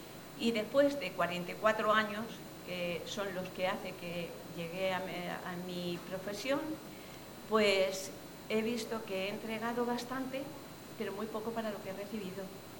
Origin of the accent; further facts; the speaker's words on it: Miguelturra, Castilla-La Mancha, Spain; transmitirle el amor a mi pueblo, que era su pueblo a la vez